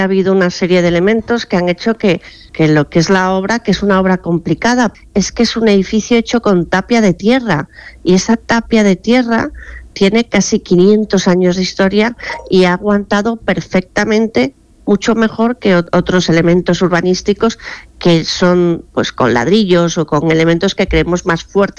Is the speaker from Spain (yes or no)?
yes; Málaga, Andalusia, Spain; pertenecemos a una ciudad que desde un principio ha tenido esa idea de ser ciudad, porque Málaga, desde época fenicia, fue una ciudad importante en el Mediterráneo